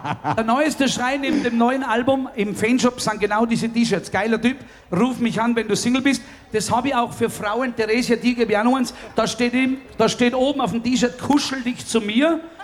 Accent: Tyrol, Austria; Also ich komme aus dem Zillertal und da sind auch meine Wurzeln und die soll man auch ab und zu hören.

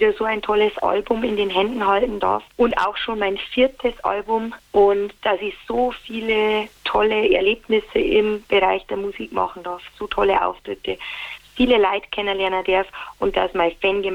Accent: Bavaria, Germany; accent: Bavarian; Heimat und bayerischer Dialekt gehört für mich zusammen, weil Bayern und mein bayerischer Dialekt, das ist meine Heimat, das zeigt mir meine Wurzeln und im bayerischen Dialekt kann ich halt einfach auch so reden, wo sie mir gerade im Moment denke

